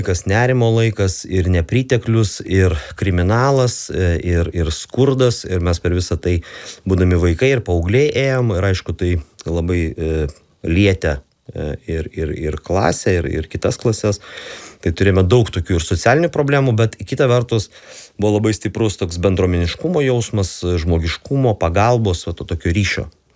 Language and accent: Lithuanian; Vilnius, Vilnius County, Lithuania; o kadangi aš dar esu čia vietinis, aš iš Donelaičio gatvės esu, tai man apskritai Vingio parką